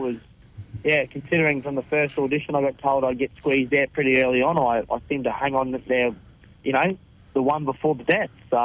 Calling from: Yeppoon, Queensland, Australia; I'm calling in from Yeppoon.

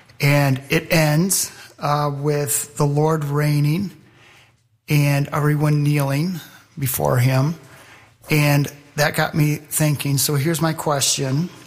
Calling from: Grand Rapids, Michigan, United States; I'm from Grand Rapids, Michigan.

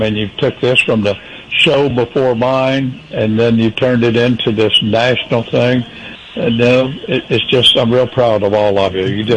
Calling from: Mesa, Arizona, United States; And I'm calling in from Mesa, Arizona.

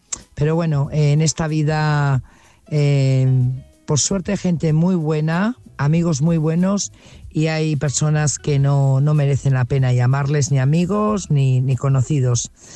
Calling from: Burgos, Castile and León, Spain; corresponsal de Burgos.

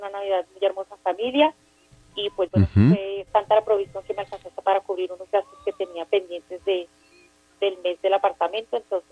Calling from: Bogotá, Colombia; Estoy en Bogotá

